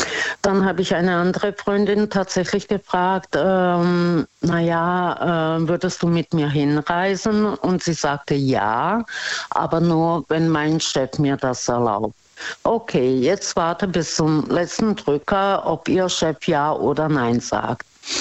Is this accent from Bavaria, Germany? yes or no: no; Karlsruhe, Baden-Württemberg, Germany; Ich komme aus Karlsruhe